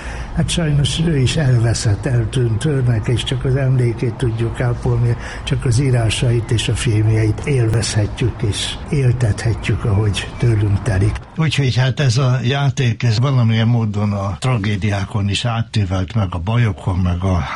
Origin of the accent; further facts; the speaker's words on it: Győr, Győr-Moson-Sopron, Hungary; also born or lived in Budapest; Budapesten születtem, de hogy mondani szoktam, hogy eszmélésem város a Győr, mert hát fél éves korom oda kerültem. Tehát minden emlékem, élményem Győrhöz, azon belül Réfaluhoz, ez a Duna kicsit falusias partján volt akkor. Még néhány évvel ezelőtt megvolt a kert, ahol én fölnőttem és ahol éltünk.